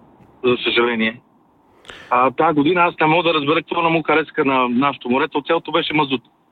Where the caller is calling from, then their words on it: Sofia, Sofia City, Bulgaria; от София.